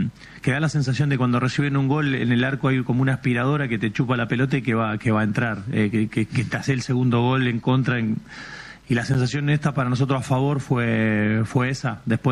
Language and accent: Spanish; Pujato, Santa Fe, Argentina; born or raised there